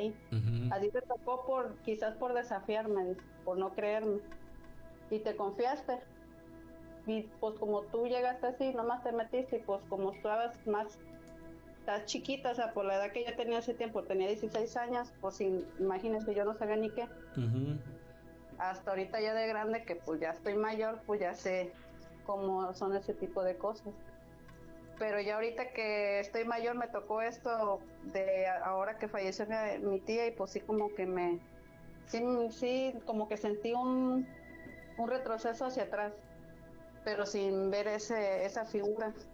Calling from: Villahermosa, Tabasco, Mexico; nosotros somos de Villahermosa, Tabasco.

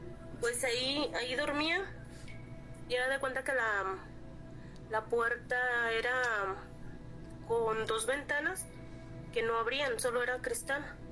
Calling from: Michoacán, Mexico; Desde Michoacán.

